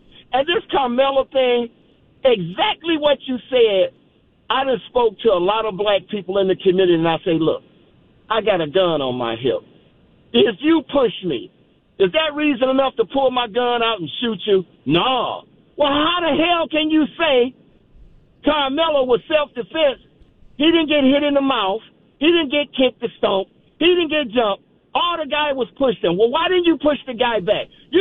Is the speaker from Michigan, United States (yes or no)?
yes; Michigan, United States; I'm from Michigan. I done lived all over the country.